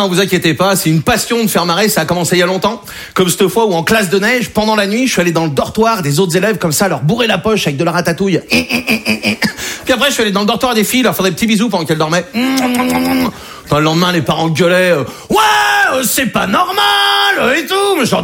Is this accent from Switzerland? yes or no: no; Brittany, France; Je suis breton. J'ai 21 ans.